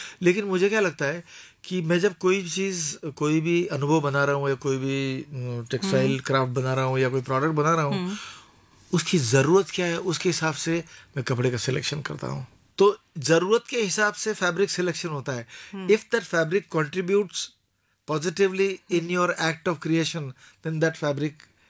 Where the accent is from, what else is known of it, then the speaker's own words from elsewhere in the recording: Maharashtra, India; now in Delhi, India; मैं खास करके महाराष्ट्र में बड़ा हुआ पला हुआ